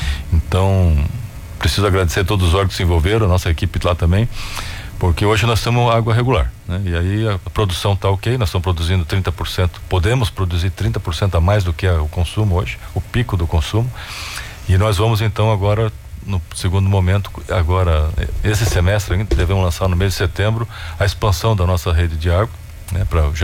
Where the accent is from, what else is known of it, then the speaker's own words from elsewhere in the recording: Guaramirim, Santa Catarina, Brazil; born there; eu costumo dizer que eu era o guaramirense, eu nasci em Guaramirim, né? Assim como sou do Fluminense, sou o guaramirense mais maluco pela cidade, digo sempre que é o melhor lugar do mundo, né? Sou um bairrista